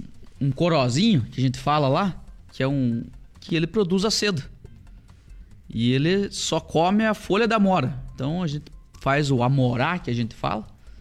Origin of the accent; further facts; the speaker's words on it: Turvo, Paraná, Brazil; Eu que sou lá do interior do Turvo, próximo a Guarapuava ali